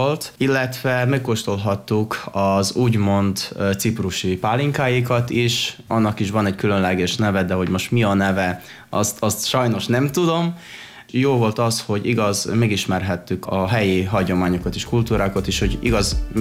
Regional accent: Prekmurje, Slovenia; Voltunk mi, mint muravidékiek, magyarok

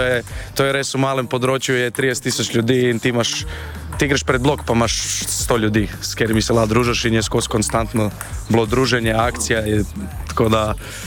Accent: Ljubljana, Central Slovenia, Slovenia; star sem 23 let in prihajam iz Fužin.

